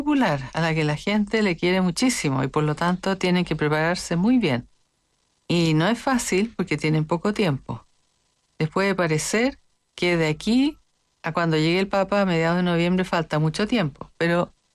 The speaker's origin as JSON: {"language": "Spanish", "country": "Uruguay", "said": "Santo Padre, lo esperamos, venimos de Uruguay."}